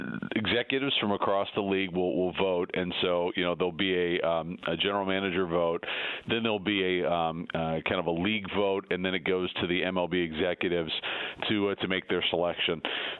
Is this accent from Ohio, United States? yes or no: yes; Akron, Ohio, United States; I think really just this is my hometown, and I'm from Akron, and having a chance to see, the ballpark in downtown Akron really return to the glory